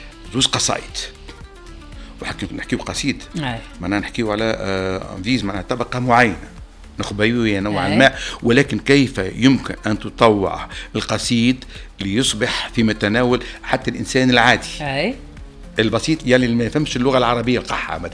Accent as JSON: {"language": "Arabic", "country": "Tunisia", "said": "أنا راني تونسي تونسي هنا"}